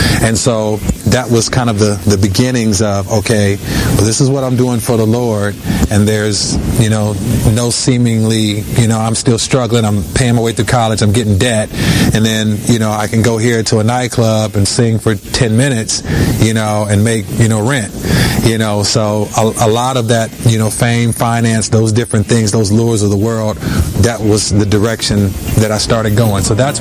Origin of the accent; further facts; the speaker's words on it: Los Angeles, California, United States; I grew up in South Central Los Angeles, California, the hood.